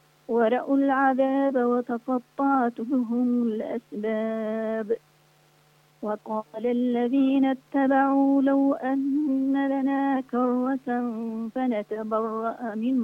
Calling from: Sanaa, Amanat Al Asimah, Yemen; من صنعاء.

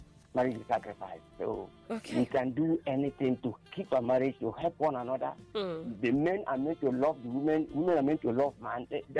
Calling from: Nigeria; from Ebon State.

